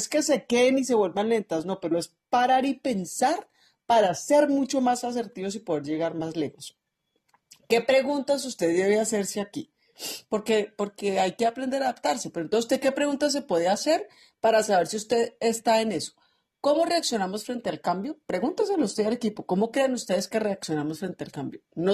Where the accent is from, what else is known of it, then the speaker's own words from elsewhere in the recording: Colombia; como buena colombiana y futbolera.